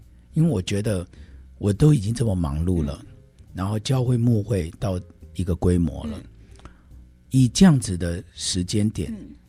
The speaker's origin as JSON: {"language": "Chinese", "country": "Taiwan", "said": "但是我们很好哦，他们为了我们这些台湾学生，因为我的同学里面9个有8个是在台湾的学生"}